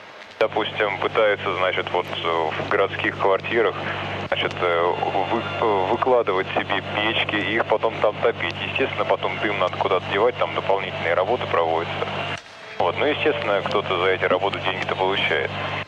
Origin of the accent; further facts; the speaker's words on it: Volgograd, Volgograd Oblast, Russia; Вот я тут сам из Волгограда.